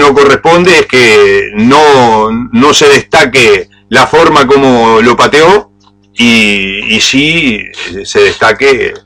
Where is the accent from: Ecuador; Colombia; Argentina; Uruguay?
Uruguay